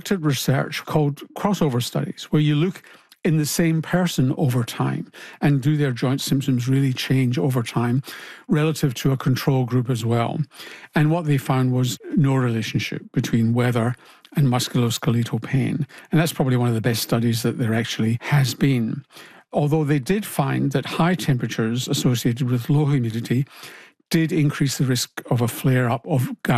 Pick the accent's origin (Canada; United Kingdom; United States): United Kingdom; Glasgow, Scotland; But it may well be that nice weather, such as you tend to get in Australia rather than Glasgow, my hometown, suggests that it's easier to get out and exercise and be fitter and healthier.